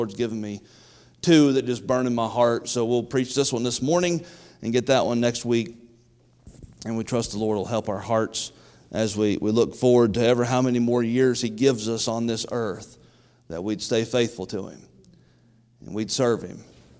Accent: United States; I'm glad I'm an American.

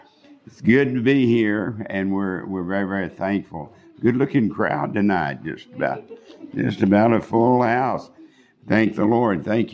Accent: Texas, United States; a little Southern Baptist church in my hometown, about 50 miles outside of Amarillo.

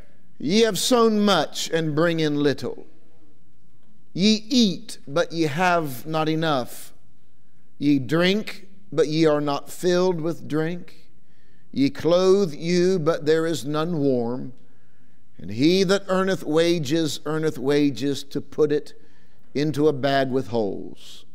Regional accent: Ohio, United States; I already had a problem. I grew up in Ohio, so don't.

